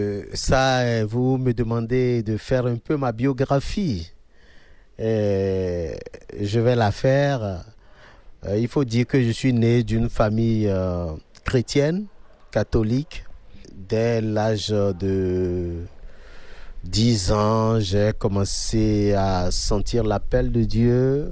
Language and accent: French; Ouidah, Atlantique, Benin; moved away as an adult; also born or lived in Paris, France; now in Castres, France; Ok, je suis de la ville religieuse qui est fameuse par son histoire et sa culture, la ville de Ouidah.